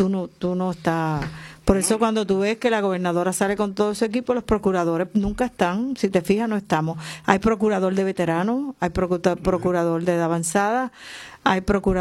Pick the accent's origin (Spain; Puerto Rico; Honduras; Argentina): Puerto Rico; Aguada; En el oeste también he venido al de mi pueblo, Aguada